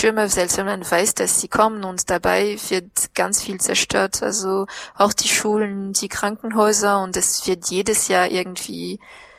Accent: southeast, Madagascar; Ich komme, wie gesagt, aus dem Südosten und das ist die Nachbarregion von der Region Anjou, heißt es.

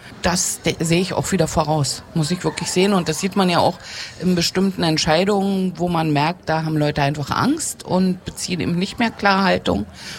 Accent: East Germany, Germany; Und ich bin ja im Osten groß geworden, war 25, als die Wende war.

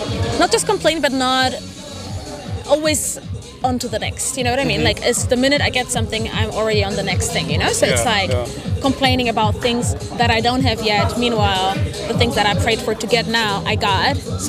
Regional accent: Germany; born or raised there

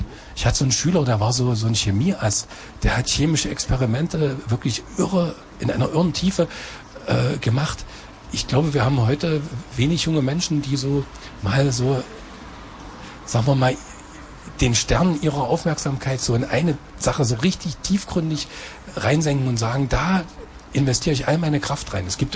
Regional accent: Saxony-Anhalt, Germany; unser schönes Sachsen-Anhalt und ich liebe meine Heimatstadt über alles

